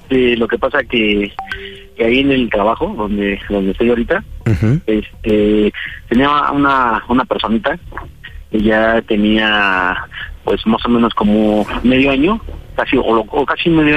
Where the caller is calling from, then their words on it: Naucalpan, State of Mexico, Mexico; Estamos aquí de Naucalpan, tengo 37.